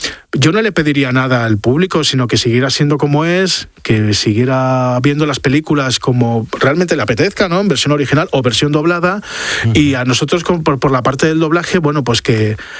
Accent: Avilés, Asturias, Spain; now in Madrid, Spain; en aquel momento en Avilés, yo soy de Avilés, muy, me siento muy avilesino, pues bueno, pues no tenía posibilidad de trabajar como actor

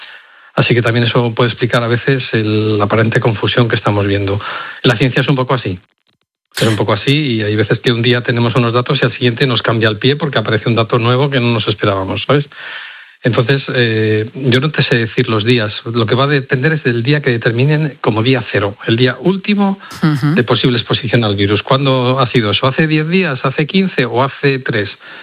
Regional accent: Madrid, Community of Madrid, Spain; now in Seville, Spain; porque aunque estoy en Sevilla soy madrileño, y mis padres viven al lado

